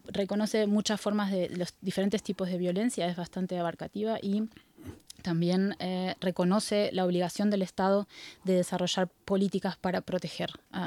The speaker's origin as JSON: {"language": "Spanish", "region": "Buenos Aires Province", "country": "Argentina", "tie": "born or raised there"}